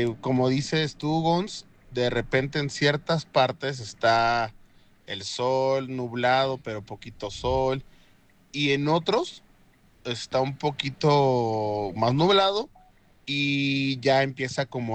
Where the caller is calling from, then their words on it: Salamanca, Guanajuato, Mexico; Yo soy de Salamanca.